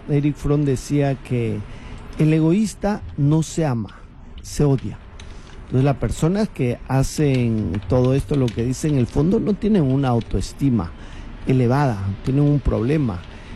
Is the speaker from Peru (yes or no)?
yes; Cajamarca, Peru; born there; Cajamarca, mi tierra querida, la tierra donde yo nací, por más lejos que yo me encuentre, jamás te olvidaré.